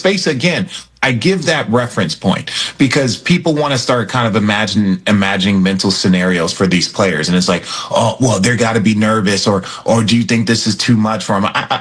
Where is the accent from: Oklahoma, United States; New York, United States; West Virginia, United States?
New York, United States; New York City; As a New Yorker